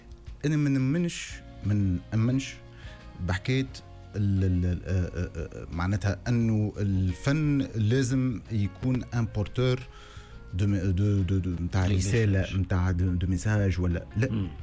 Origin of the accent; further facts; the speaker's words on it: Tunisia; تحيه للحومه واد نوار. فهمتني خاطرني تربيت غادي ونشأت غادي